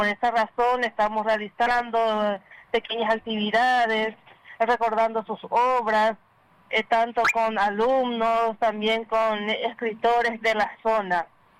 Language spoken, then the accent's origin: Spanish; Maciel, Caazapá, Paraguay; una obra que yo lancé el año pasado, Pasado y Presente de Maciel. Es una breve reseña histórica de mi pueblo, donde también mencioné a algunas personas oriundas de ese lugar.